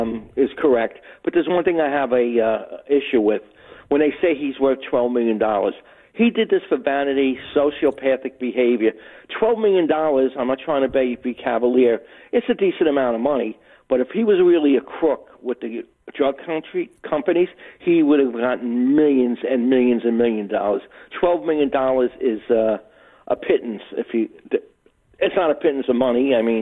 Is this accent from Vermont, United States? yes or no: no; Garden City, New York, United States; now in Mount Sinai, United States; I was formerly from Garden City